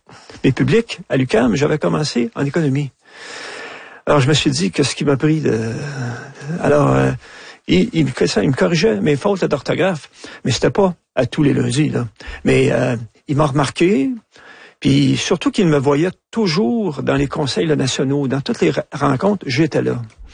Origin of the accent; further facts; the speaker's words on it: Quebec, Canada; Puis il m'a surtout appris à aimer mon pays, le Québec.